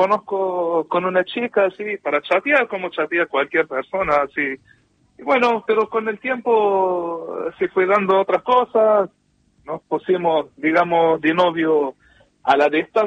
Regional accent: Córdoba, Argentina; accent: Cordobés; Spanish is a second language; Yo tengo un acento más cordobés que otra cosa.

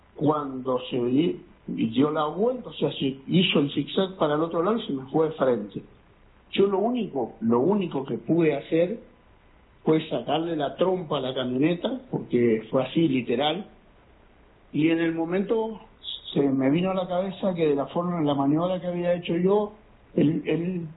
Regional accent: San Rafael, Mendoza, Argentina; now in Malargüe, Argentina; yo tengo una cámara acá en Malargüe, yo soy de San Rafael, ahora radicado acá en Malargüe.

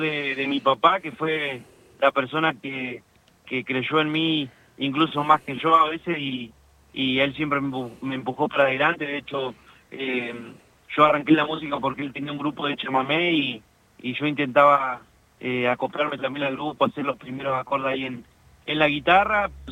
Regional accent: El Maitén, Chubut, Argentina; Yo soy del Maitén, Chubut, que es un pueblito de alrededor de 5.000 habitantes ahí en la cordillera al noroeste del Chubut. Pertenece a la comarca andina que la conforman el Bolsón, el Puyén, el Ocho, el Cholila, mi pueblo, el Maitén, Lago Pueblo.

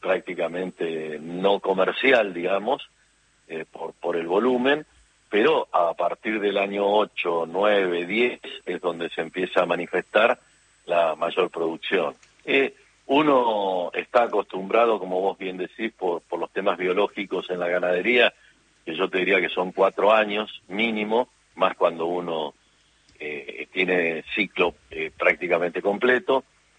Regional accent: Martínez de Hoz, Buenos Aires Province, Argentina; yo de un pueblito de Martínez de Hoz, a 20 kilómetros

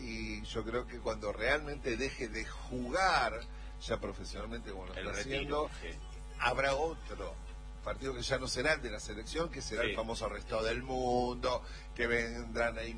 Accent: Argentina; qué nos gustó menos, porque así somos los argentinos.

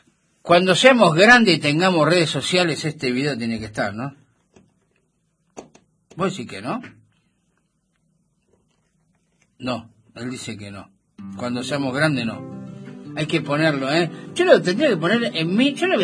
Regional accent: Lago Rosario, Chubut, Argentina; soy de Lago Rosario. Mirá, el Lago Rosario, ¿eh?

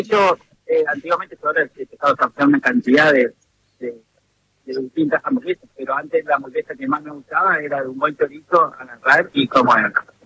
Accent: Viale, Entre Ríos, Argentina; born there; yo tenía acá a 50 kilómetros, donde nací en Viales, tengo un pequeño lugar donde procesamos la carne

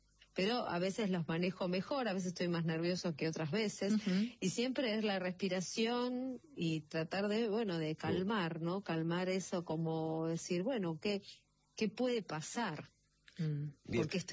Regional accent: Buenos Aires, Argentina; Yo soy de Barracas.

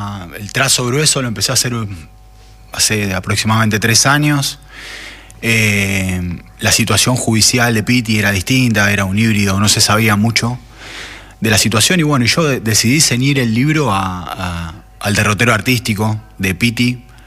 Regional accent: Buenos Aires, Argentina; Yo viví toda mi vida en el barrio del Abasto

